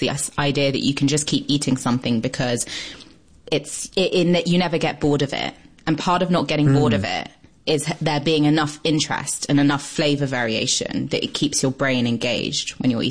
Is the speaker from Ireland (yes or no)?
no; Paris, Île-de-France, France; because I grew up in Paris, is a French chicory and walnut and blue cheese salad.